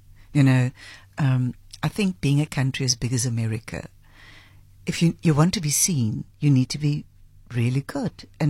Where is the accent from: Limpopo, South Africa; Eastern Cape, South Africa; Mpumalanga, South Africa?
Eastern Cape, South Africa; East London; Yeah, I was a housewife from East London that has decided I'm opening up a company.